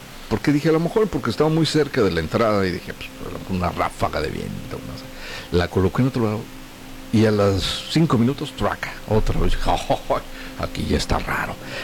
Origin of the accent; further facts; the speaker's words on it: Tulancingo, Hidalgo, Mexico; now in Poza Rica, Mexico; yo viajé un fin de semana a la ciudad de Tulancingo, de donde soy nativo